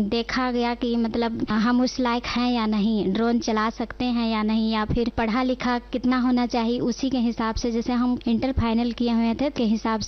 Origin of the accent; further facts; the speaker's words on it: Ranchi district, Jharkhand, India; मेरा गांव है तुसमू, प्रखंड नगड़ी, जिला रांची, झारखंड राज्य की मैं रहने वाली हूं।